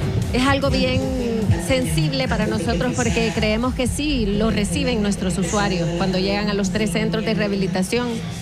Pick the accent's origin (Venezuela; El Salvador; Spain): El Salvador